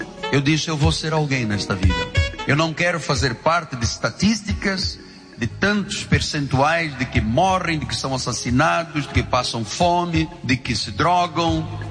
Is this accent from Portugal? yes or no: yes; Portugal; accent: Portuguese; now in Brazil; Ele falou, ih, você tem um sotaque de português? Você é português? Eu disse, português.